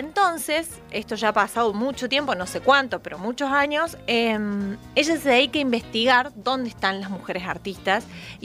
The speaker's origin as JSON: {"language": "Spanish", "town": "Bell Ville", "region": "Córdoba", "country": "Argentina", "tie": "born or raised there", "said": "yo estudié artes visuales en Belleville, de donde soy, cuando era chica."}